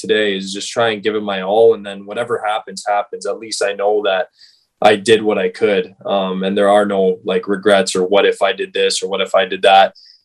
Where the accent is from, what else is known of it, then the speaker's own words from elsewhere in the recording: King City, Ontario, Canada; I'm from King City. We have a small local rink just by my house